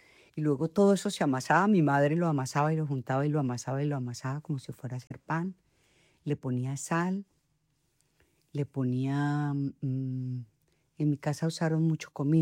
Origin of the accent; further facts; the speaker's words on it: Manizales, Caldas, Colombia; Yo soy de una familia paisa, soy caldense de Manizales.